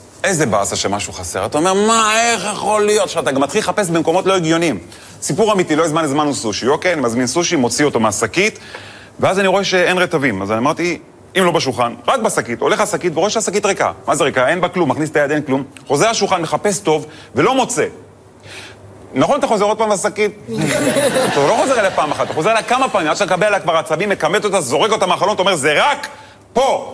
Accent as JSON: {"language": "Hebrew", "town": "Netanya", "region": "Central District", "country": "Israel", "tie": "born or raised there", "moved": "yes", "lives_now": "Tel Aviv, Israel", "said": "האמת, אני גדלתי בנתניה."}